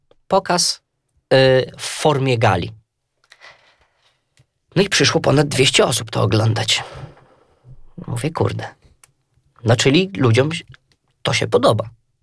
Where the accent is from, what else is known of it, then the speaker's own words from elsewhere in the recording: Łomża, Podlaskie Voivodeship, Poland; ja jestem rodowitym Łomżyniakiem od pokoleń, od pradziadka, pradziadek z Łomży, dziadek, tata, ja